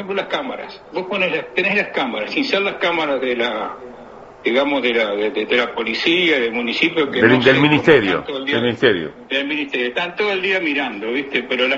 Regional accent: Montevideo, Uruguay; born there; also born or lived in La Figurita, Montevideo; yo nací en Peñarol

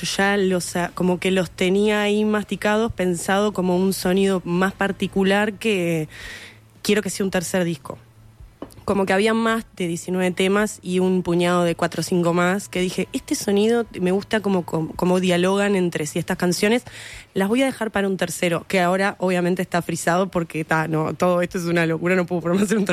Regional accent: Montevideo, Uruguay; also born or lived in Reducto / Arroyo Seco, Montevideo; Del Cerro. Ahí nací y viví hasta los 7 años, 8 más o menos.

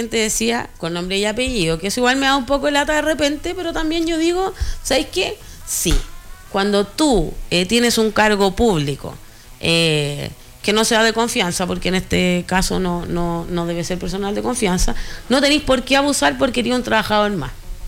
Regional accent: Putaendo, Valparaíso, Chile; Como yo soy de aquí, de Putaendo, soy putaendina

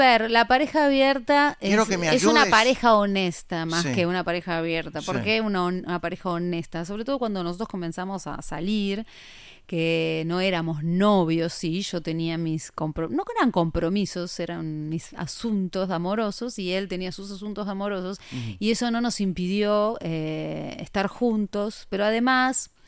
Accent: Buenos Aires, Argentina; born or raised there; also born or lived in New York / London

